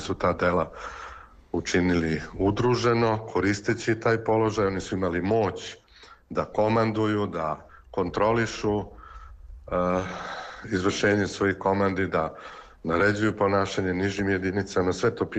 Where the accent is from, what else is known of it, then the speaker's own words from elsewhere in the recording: Pristina, Kosovo; moved away; s obzirom da sam rođen u Prištini i da sam živeo tamo do sredine 1999. godine, sam svedok zbivanja i u mom rodnom gradu i na Kosovu i Metohiji